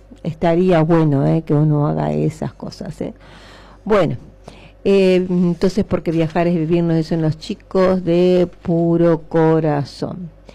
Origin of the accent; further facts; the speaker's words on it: Argentina; nuestra identidad nacional, como argentino